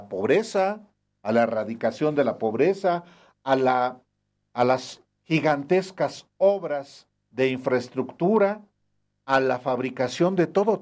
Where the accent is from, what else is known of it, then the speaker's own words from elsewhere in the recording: Jalisco, Mexico; moved away; en el municipio de Atotonilco el Alto, allá en mi tierra, en Jalisco